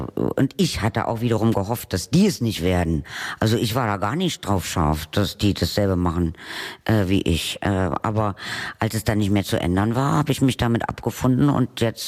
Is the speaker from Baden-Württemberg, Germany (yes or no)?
no; Berlin, Germany; übrigens bin ich natürlich in Berlin-Mitte groß geworden